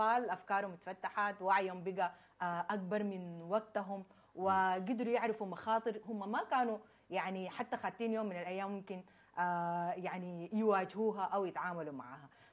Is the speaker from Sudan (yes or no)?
yes; Sudan; الظروف اللي مرينا بها كسودانيين